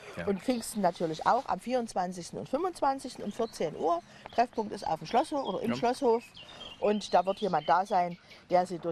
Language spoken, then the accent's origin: German; Saxony, Germany; Ja, ja, aber ich bin ja auch Sächsin von Geburt und Gemüt.